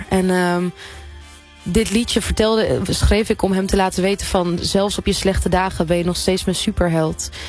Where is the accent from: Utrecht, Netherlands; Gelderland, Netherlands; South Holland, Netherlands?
Utrecht, Netherlands; Bunnik; Echt mijn droomplek, want ik kom uit Bunnik, dat ligt net naast Utrecht.